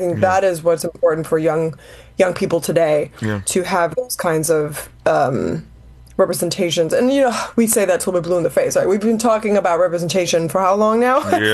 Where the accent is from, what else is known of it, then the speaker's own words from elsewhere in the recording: Denmark; English is a second language; maybe because I grew up in Europe, right? I'm Danish, Congolese, I'm not African-American